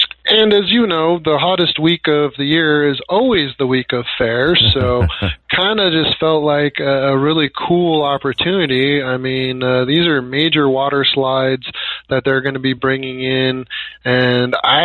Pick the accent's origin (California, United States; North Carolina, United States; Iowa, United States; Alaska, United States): Alaska, United States; I was fortunate to be born and raised in Alaska, and we traveled all over the lower 48 for summers